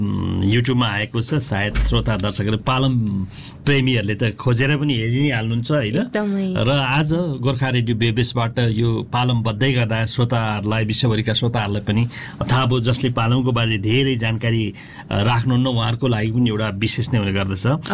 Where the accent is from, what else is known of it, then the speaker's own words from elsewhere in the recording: eastern Nepal, Nepal; म पनि अब पूर्वमै जन्मेर हुर्केको